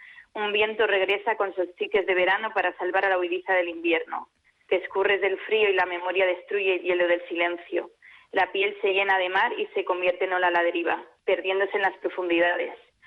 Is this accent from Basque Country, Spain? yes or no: yes; Erandio, Basque Country, Spain; yo soy de aquí, de Erandio, Vizcaya, pero mis padres y toda mi familia son de Extremadura. Entonces yo también en el poemario he querido plasmar la dualidad de la identidad que tengo entre el norte